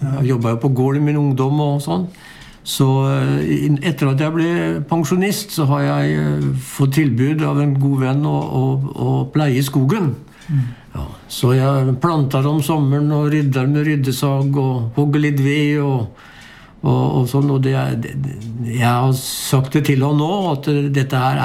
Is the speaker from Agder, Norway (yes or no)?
no; Sarpsborg, Østfold, Norway; Så når vi ute og folk spør hvor vi kommer ifra, så sier jeg Skjeberg. Ja. Men så må jeg liksom innimellom følge til, da, det altså i nærheten av Sarpsborg kommune.